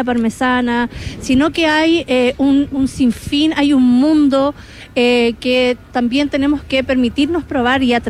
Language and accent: Spanish; Chile; salir de nuestra zona de confort como chilenos, consumidores de pescados y mariscos